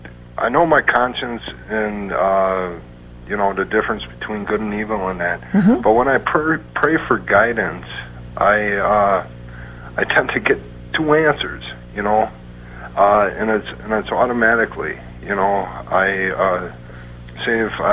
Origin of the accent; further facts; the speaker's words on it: Wisconsin, United States; Wisconsin.